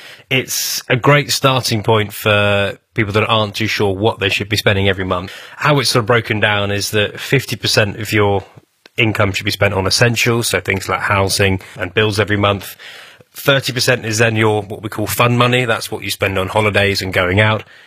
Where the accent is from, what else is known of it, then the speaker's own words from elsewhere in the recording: Petersfield, South East England, United Kingdom; So I grew up in Petersfield, and there's two rivers in Petersfield called Tilmore Brook and the River Rother.